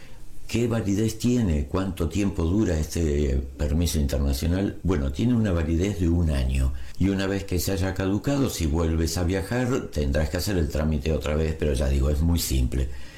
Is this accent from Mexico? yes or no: no; Argentina; now in Spain; en mi país, en Argentina